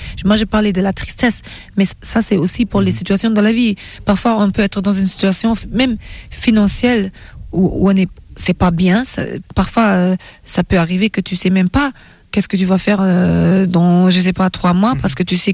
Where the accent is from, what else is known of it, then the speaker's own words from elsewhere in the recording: Germany; French is a second language; also born or lived in Nigeria; now in Paris, France; j'ai grandi en Allemagne